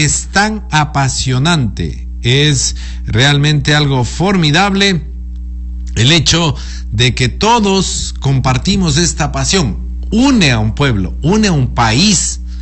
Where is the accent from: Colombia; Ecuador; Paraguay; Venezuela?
Ecuador